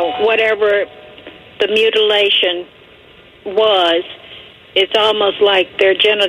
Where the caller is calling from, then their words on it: Fort Worth, Texas, United States; I live in Fort Worth, and Grapevine is like not very far from me, maybe 10 miles or so.